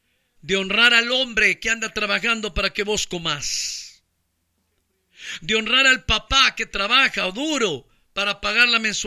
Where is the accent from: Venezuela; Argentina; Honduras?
Honduras